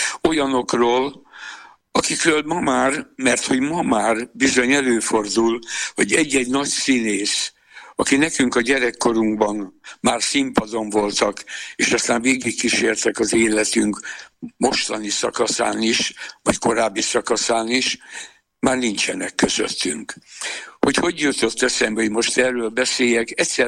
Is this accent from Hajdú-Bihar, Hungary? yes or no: yes; Debrecen, Hajdú-Bihar, Hungary; moved away as an adult; now in Budapest, Hungary; ahol születtem Debrecenben